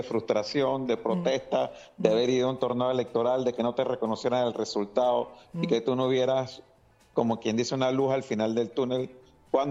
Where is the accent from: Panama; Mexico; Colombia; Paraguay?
Panama; Bueno, mira, yo te puedo decir como panameño, recordemos que nosotros vivimos una situación parecida